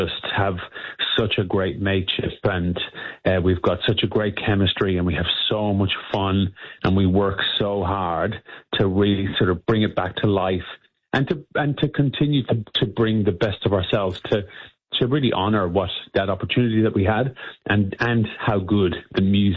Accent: Ireland; moved away; I was a dancer growing up in Ireland.

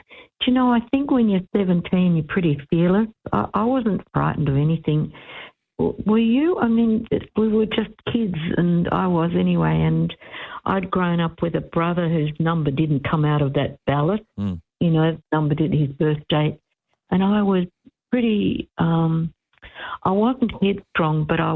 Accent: Australia; So, I'm glad I'm Australian

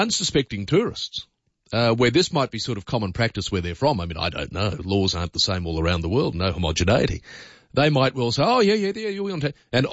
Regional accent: Australia

